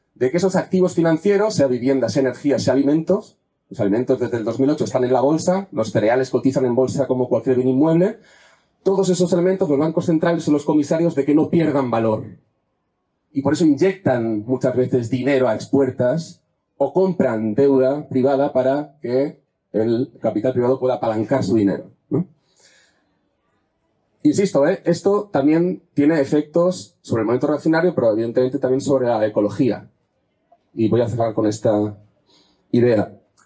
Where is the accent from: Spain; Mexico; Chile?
Spain; Catalonia; Yo vengo de Cataluña, para bien y para mal